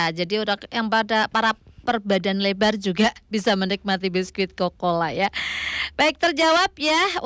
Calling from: Wiradesa, Central Java, Indonesia; Kak, saya dari … di Wiradesa.

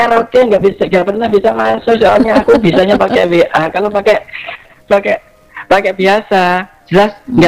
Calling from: Tuban, East Java, Indonesia; di desa saya, tempatnya di Tuwiri Kulon Merak Tuban

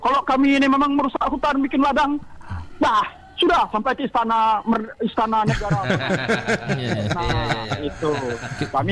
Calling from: East Kalimantan, Indonesia; kami orang Dayak

